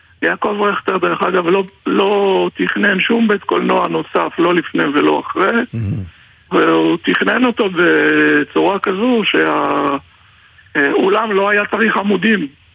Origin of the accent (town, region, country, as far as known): Beersheba, Southern District, Israel; born there